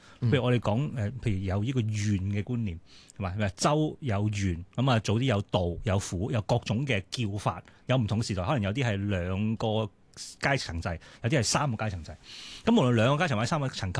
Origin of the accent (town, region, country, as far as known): Hong Kong